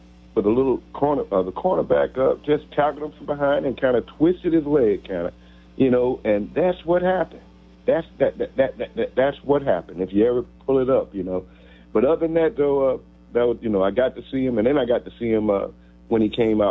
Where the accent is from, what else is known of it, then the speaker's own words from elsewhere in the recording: St. Louis, Missouri, United States; I grew up in St. Louis, and Roger Maris, man, when we had him on the Cardinals.